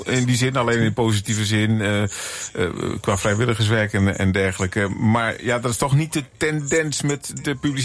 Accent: Almelo, Overijssel, Netherlands; Ik kom zelf uit Almelo, daar is al nou, volgens mij ruim 25 jaar een vrij groot asielzoekerscentrum.

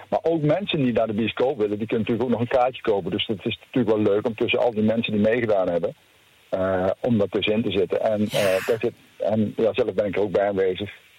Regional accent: Groesbeek, Gelderland, Netherlands; also born or lived in Zwolle / Hardenberg; now in near Gramsbergen, Netherlands; ik ben eigenlijk opgegroeid in Groesbeek bij Nijmegen. Daar liggen mijn roots eigenlijk.

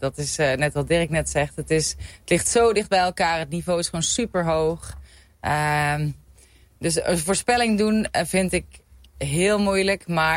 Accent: Netherlands; also born or lived in Enschede; now in Brabant, Netherlands; Ja, ik ben al een heel tijd verhuisd naar Brabant. Maar inderdaad, oorspronkelijk kom ik uit Badmen en ik heb in Enschede op de universiteit gestudeerd.

